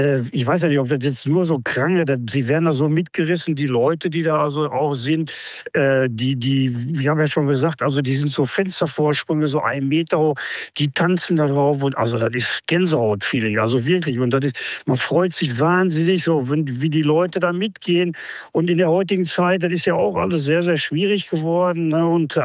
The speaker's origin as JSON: {"language": "German", "town": "Herne", "region": "North Rhine-Westphalia", "country": "Germany", "tie": "born or raised there", "said": "Ich bin ja auch in Herne geboren, ich lebe mein ganzes Leben lang hier in Herne."}